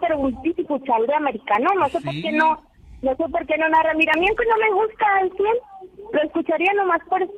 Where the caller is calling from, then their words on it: Monterrey, Nuevo León, Mexico; las que somos de Monterrey, las que no somos de aquí.